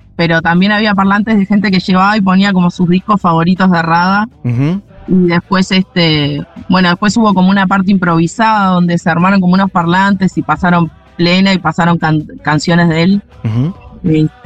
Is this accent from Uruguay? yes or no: yes; Montevideo, Uruguay; Yo soy de Barrio Sur.